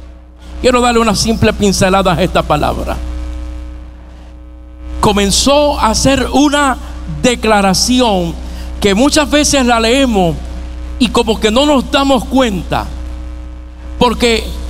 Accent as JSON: {"language": "Spanish", "country": "Puerto Rico", "said": "soy puertorriqueño y estoy en Puerto Rico."}